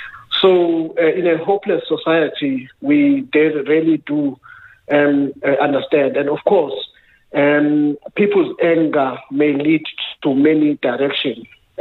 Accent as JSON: {"language": "English", "region": "KwaZulu-Natal", "country": "South Africa", "tie": "born or raised there", "said": "I grew up in Bambai"}